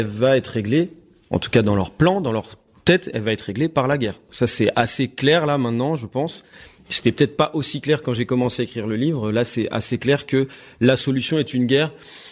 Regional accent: Nantes, Pays de la Loire, France; Je suis nantais

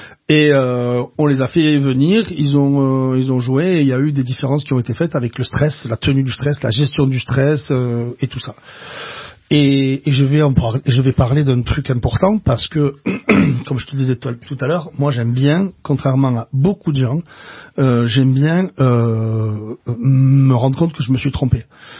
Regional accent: Béziers, Occitanie, France; Je viens de Béziers, tu vois, je déteste les gens de Béziers, parce qu'ils me rappellent que je suis de Béziers.

